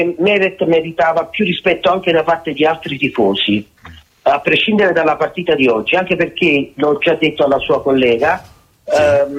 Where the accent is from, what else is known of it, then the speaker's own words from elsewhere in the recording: Naples, Campania, Italy; Quello che no, io sono napoletano.